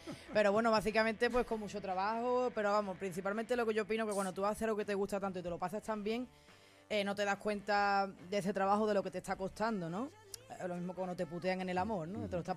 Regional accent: La Línea de la Concepción, Andalusia, Spain; born there; Yo creo que yo no soy de La Línea. He nacido allí físicamente

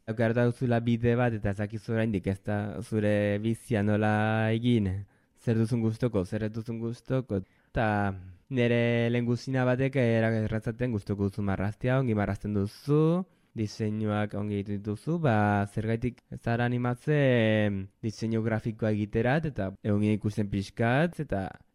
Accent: Elizondo, Navarre, Spain; also born or lived in Pamplona / Cambo-les-Bains / Mexico; now in Urcuit, France; Elizondokoa naiz, 28 urte ditut, eta orain Urketan bizi naiz. Urte hauetan, Elizondotik gero pastu nintzen Iruñarat, eta Iruñatik Kanborat, eta bukatut Urketan.

